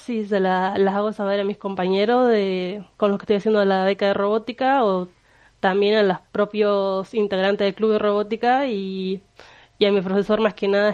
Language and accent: Spanish; Paraná, Entre Ríos, Argentina; Soy de Paraná y yo me recibí en la ENET 1 de técnica electrónica.